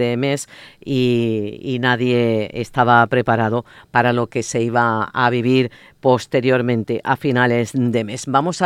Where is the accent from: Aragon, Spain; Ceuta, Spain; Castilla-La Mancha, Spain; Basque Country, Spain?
Ceuta, Spain